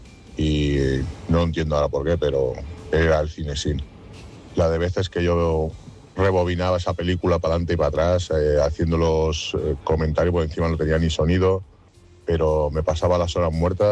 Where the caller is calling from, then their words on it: Madrid, Community of Madrid, Spain; de Madrid.